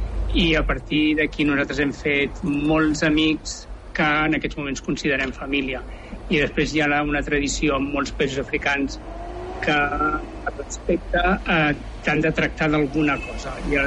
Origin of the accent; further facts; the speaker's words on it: Sant Cugat del Vallès, Catalonia, Spain; born there; moved away; also born or lived in Barcelona; jo vaig néixer a Barcelona, vaig viure els meus primers 10 anys a Montornès del Vallès, i després vaig canviar de Vallès i he estat i crescut a Sant Cugat del Vallès.